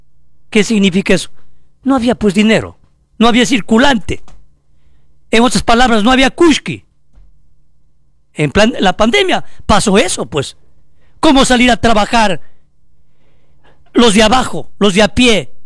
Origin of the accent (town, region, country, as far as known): Ecuador